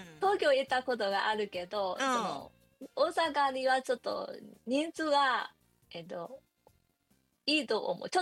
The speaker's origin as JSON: {"language": "Japanese", "country": "Myanmar", "second_language": "Japanese", "moved": "as an adult", "lives_now": "Osaka, Japan"}